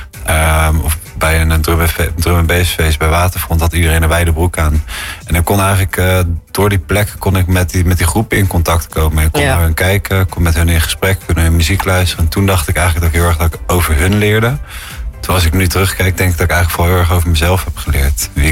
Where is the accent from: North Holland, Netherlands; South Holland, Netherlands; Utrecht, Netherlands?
South Holland, Netherlands; Rotterdam; Nou ja, ik kom uit Rotterdam